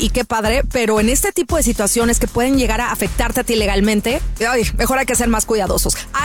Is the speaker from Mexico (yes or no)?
yes; Mexico; yo como buena mexicana, la neta, ya vivo medio ciscada, diría mi abuelita